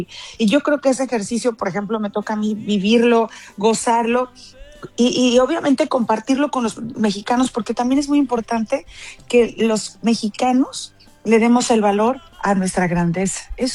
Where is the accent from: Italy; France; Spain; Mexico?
Mexico; oye, todo está bien, somos mexicanos y todo lo vamos a pasar con amor